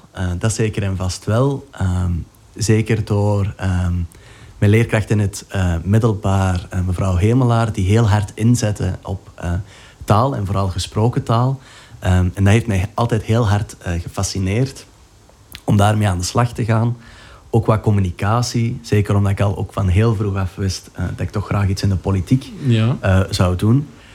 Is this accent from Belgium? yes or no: yes; Sint-Niklaas, Flanders, Belgium; accent: Sint-Niklaas dialect; Ik praat alleen maar echt plat Sint-Niklaas als ik bij mijn familie ben.